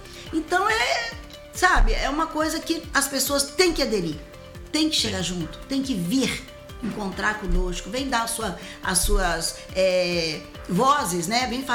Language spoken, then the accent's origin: Portuguese; Brazil; nós somos brasileiros, a nossa raça é uma mistura imensa, né, do mundo inteiro.